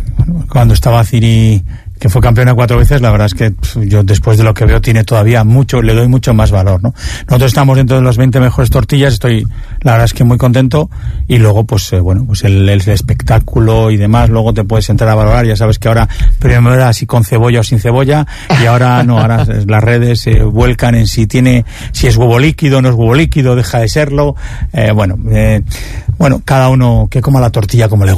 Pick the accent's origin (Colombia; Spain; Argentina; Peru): Spain